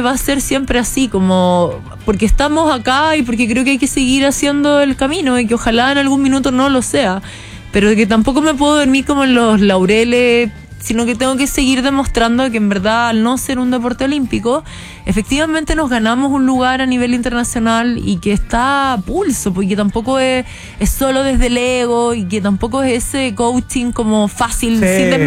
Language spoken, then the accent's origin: Spanish; Chile